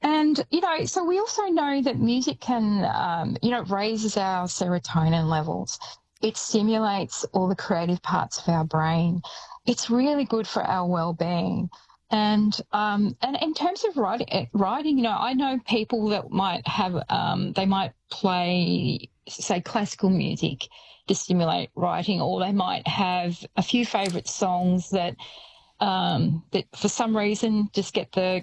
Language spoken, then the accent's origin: English; Shepparton, Victoria, Australia; I mean, I grew up in Shepparton and I remember doing … when they were so big.